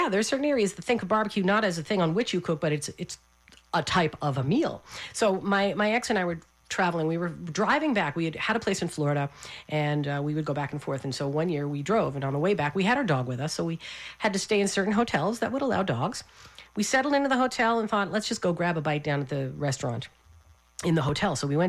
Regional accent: Newfoundland and Labrador, Canada; I remember growing up in Newfoundland, maybe in Canada.

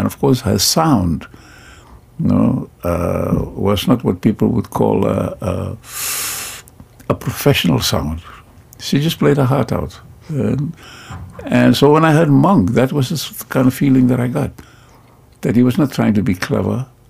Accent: South Africa; I'm from South Africa and I'm a pianist

